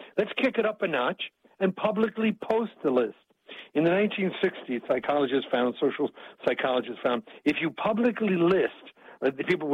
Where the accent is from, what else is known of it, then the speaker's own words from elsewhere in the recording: New York, United States; I'm from New York, so I can do this.